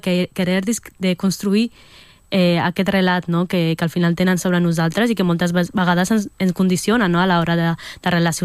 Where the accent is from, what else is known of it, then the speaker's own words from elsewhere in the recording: Sant Adrià de Besòs, Catalonia, Spain; és el meu barri, o sigui, jo he crescut i visc allà, al barri de la Mina, i bàsicament forma part del que sóc, no? Quan em pregunta d'on ets, abans potser et dic que sóc del barri de la Mina, que et dic que sóc del pares marroquins o de Barcelona